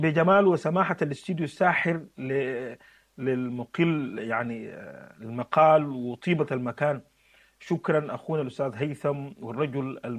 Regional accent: Sudan

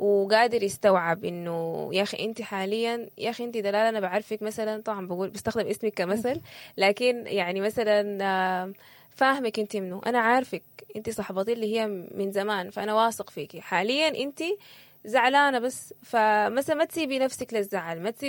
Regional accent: Sudan; دي حاجة كمان بحس إحنا بنتميز بها كسودانيين

